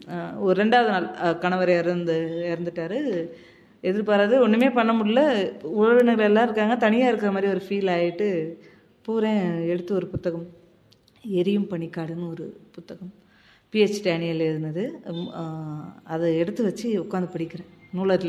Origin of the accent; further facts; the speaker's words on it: Kanchipuram, Tamil Nadu, India; born there; moved away as an adult; also born or lived in Cuddalore / Vellore; now in Nilgiris, India; எனக்கு எப்படி என்னோட பிறந்த ஊர் என்னால் மறக்க முடியாதோ, என்னால் காஞ்சிபுரத்தை எப்பவுமே விட்டு கொடுக்க முடியாது.